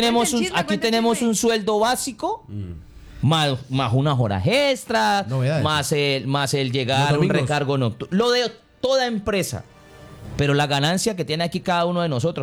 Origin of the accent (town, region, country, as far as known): Colombia